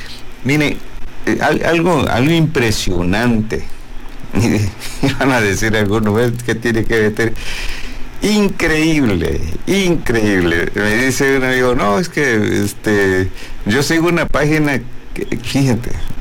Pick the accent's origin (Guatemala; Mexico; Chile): Mexico